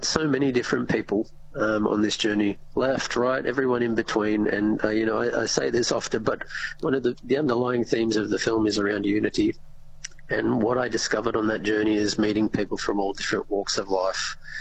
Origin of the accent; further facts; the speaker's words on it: Bellingen, New South Wales, Australia; last year in my hometown in Bellingen